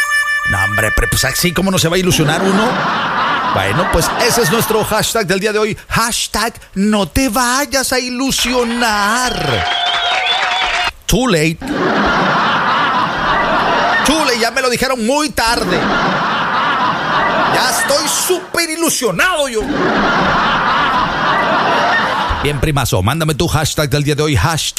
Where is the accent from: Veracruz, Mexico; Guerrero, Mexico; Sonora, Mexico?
Veracruz, Mexico; born there; moved away; Pues uno está acostumbrado a donde nació, ¿verdad? En este caso, pues yo soy jarocho.